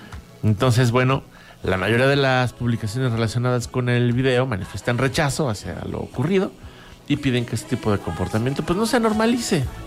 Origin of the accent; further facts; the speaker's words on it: Mexico; somos los mexicanos.